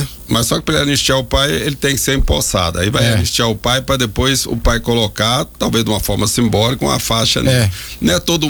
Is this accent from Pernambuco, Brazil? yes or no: no; Rio de Janeiro, Brazil; eu sou carioca.